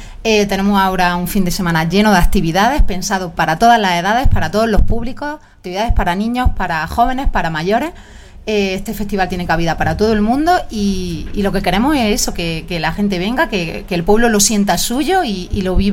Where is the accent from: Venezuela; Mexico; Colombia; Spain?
Spain; La Puebla; moved away; la Puebla, aunque estemos lejos, nosotros nos dicen de dónde somos, pues somos de la Puebla, o sea, estamos siempre de aquí.